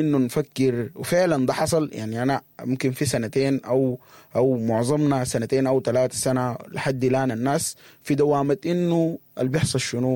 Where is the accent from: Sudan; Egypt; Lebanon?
Sudan; بتكلم عننا إحنا كشاب سوداني.